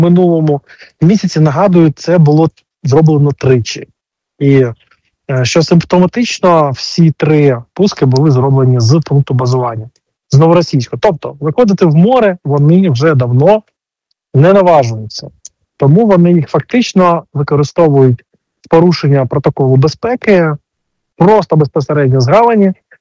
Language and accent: Ukrainian; Mykolaiv, Mykolaiv Oblast, Ukraine; в Україні досі стоїть єдиний пам'ятник Макарову у моєму рідному місті Миколаєві.